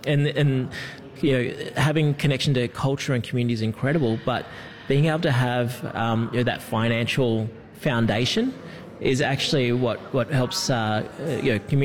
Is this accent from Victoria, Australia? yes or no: yes; Victoria, Australia; also born or lived in New Ireland Province, Papua New Guinea; So I'm connected to the Wemba Wemba, Jadawed Jali, Wurugai and Gunditjmara Nations, so Western Victorian, and from New Island Province through my father in Papua New Guinea.